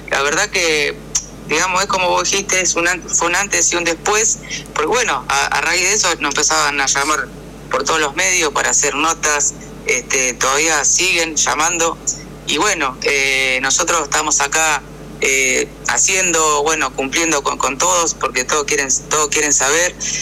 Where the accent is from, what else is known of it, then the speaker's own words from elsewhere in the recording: Álvarez, Santa Fe, Argentina; Nosotros somos de Álvarez, provincia Álvarez, Santa Fe.